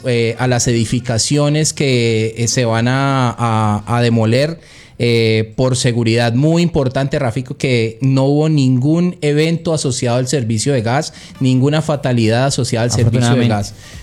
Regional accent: Cali, Valle del Cauca, Colombia; también como caleños, como una empresa caleña

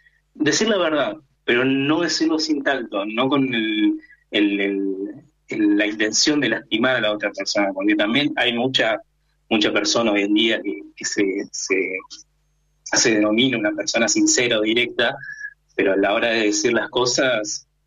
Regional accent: Chos Malal, Neuquén, Argentina; now in Alto Valle, Argentina; De donde yo vengo, Chosmalal, es un clima bastante seco, está ahí al pie de la cordillera, es un frío seco. En cambio, acá que me vine al Alto Valle, Río Negrino, se nota mucho el cambio de clima, mucha humedad.

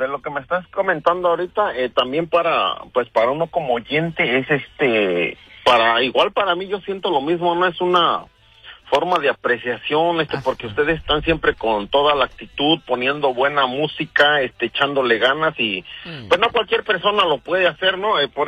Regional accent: San Lorenzo Huehuetitlán, State of Mexico, Mexico; saludo a toda la gente del Estado de México, ahí por el rumbo de Santiago Tianquistenco, yo pertenezco, mi pueblito es un pequeño pueblito, se llama San Lorenzo, Huehuetitlán

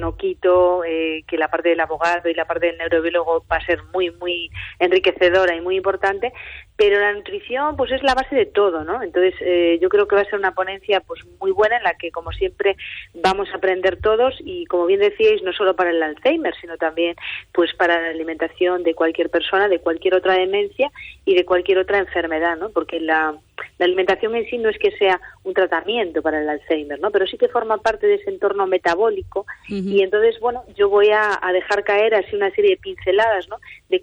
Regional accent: Ourense, Galicia, Spain; siendo gallegos y siendo orense

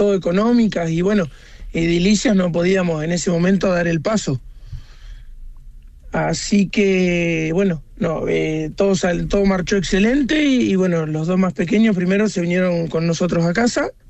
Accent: Henderson, Buenos Aires Province, Argentina; Somos de Henderson, provincia de Buenos Aires.

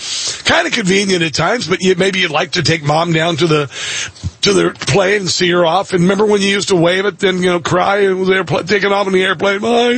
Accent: Omaha, Nebraska, United States; Epley Airfield in my hometown of Omaha, Nebraska. And saw many relatives off in that airport when I was growing up.

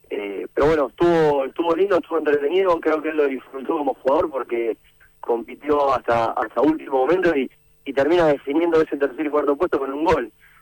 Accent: Argentina; somos Argentina, el argentino por naturaleza es muy exitista, es una realidad.

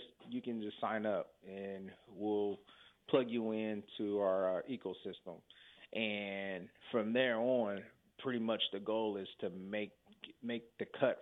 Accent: Kokomo, Indiana, United States; You know, I grew up in Kokomo. I'm actually a graduate of Taylor High School.

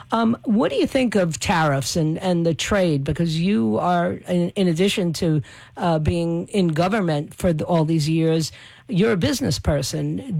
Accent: New York City, New York, United States; born there; I was born in New York City, a yellow dog Democrat family.

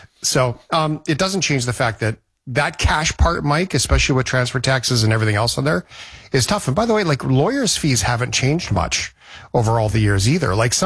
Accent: Alberta, Canada

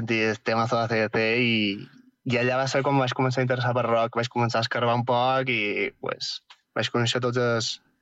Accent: Barcelona, Catalonia, Spain; No, jo soc de Barcelona.

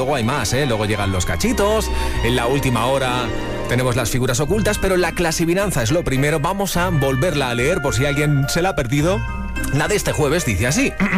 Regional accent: Valencian Community, Spain; siendo valenciano

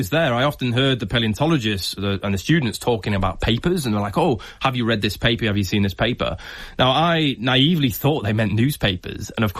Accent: Doncaster, Yorkshire and the Humber, United Kingdom; born or raised there

